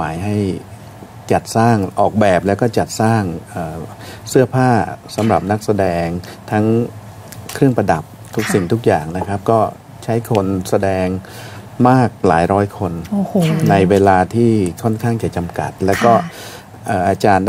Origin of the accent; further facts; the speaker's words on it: southern Isan, Thailand; moved away; ท่านบอกว่า … เธอลองกลับไปที่บ้านเกิดที่อีสานใต้นะครับ